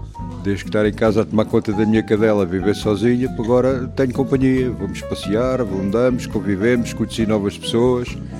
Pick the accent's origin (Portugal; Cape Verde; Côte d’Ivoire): Portugal; Lisbon; Nasci e vivi em Belém e continuo a viver em Belém. É a melhor freguesia de Lisboa.